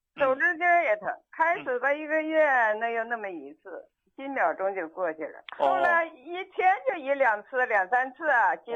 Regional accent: Shenyang, Liaoning, China; 哎，你好，李老师，我是沈阳的患者。

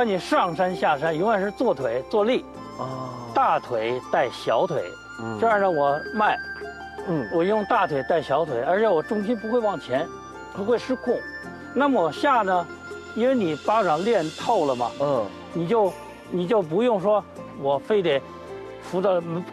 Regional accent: Beijing, China; born there; 习武50多年了，从小跟我祖父嘛，一直在天坛大坑那块儿。

